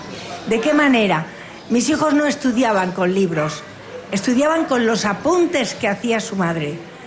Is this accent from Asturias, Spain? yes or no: no; Granada, Andalusia, Spain; De Granada. Nació en Fuentevaqueros, yo soy granadina y tal.